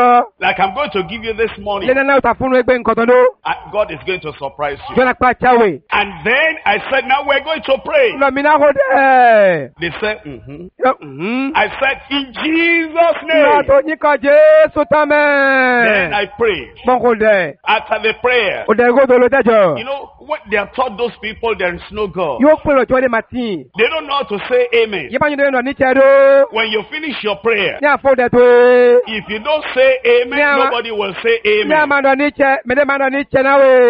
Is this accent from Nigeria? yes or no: yes; Nigeria; Because I came from Nigeria, Africa.